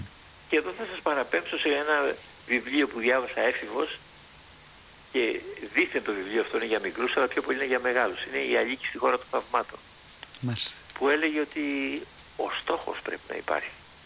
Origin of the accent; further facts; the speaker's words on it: Kalamata, Peloponnese, Greece; η πατρίδα μου, η αγαπημένη μου Καλαμάτα.